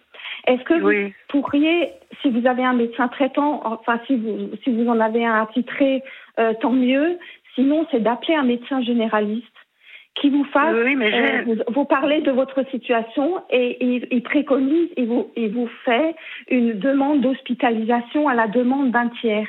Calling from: Grand Est, France; je suis en Alsace.

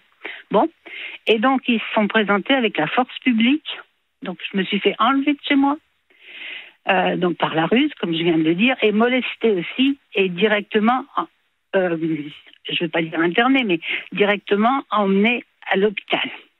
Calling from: Île-de-France, France; Non, je suis en Île-de-France, mais je veux pas trop le préciser

